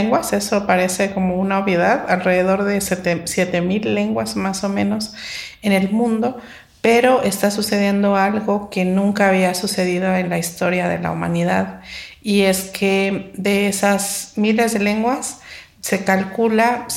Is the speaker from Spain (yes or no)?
no; Oaxaca, Mexico; first language Mixe; Spanish is a second language; es mi lengua materna, el mije, y eso es una preocupación que tenía desde hace mucho tiempo, y no solo mía, sino de muchas personas de mi comunidad y de las comunidades mijes